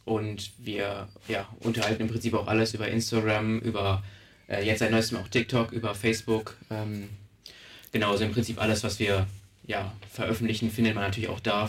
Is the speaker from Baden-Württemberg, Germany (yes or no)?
no; Oldenburg, Lower Saxony, Germany; Also wir proben im K-Lag, wir kommen aus Oldenburg.